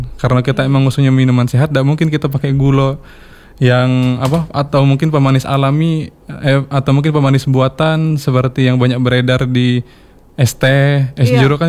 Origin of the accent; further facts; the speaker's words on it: Palembang, South Sumatra, Indonesia; moved away; also born or lived in Java; Meskipun saya sendiri aslinya orang Palembang asli.